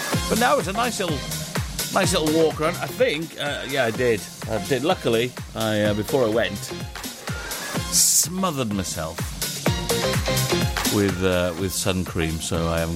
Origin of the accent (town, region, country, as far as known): Wales, United Kingdom